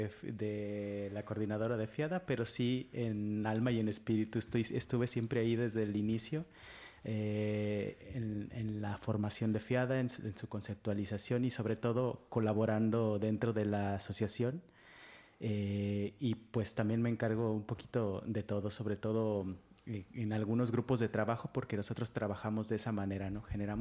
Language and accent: Spanish; Mexico; moved away as an adult; now in Ferrol, Spain; nosotros somos mexicanos, ya se nos escucha. Y llegamos aquí y nos enamoramos realmente de la cultura gallega. Entonces, estamos aquí muy enamorados de Ferrol, de la comunidad.